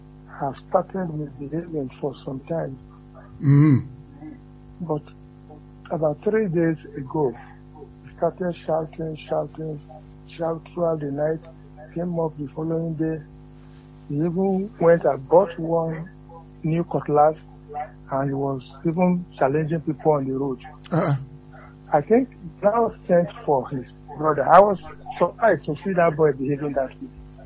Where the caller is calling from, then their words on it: Onitsha, Anambra, Nigeria; I'm calling from Onitsha.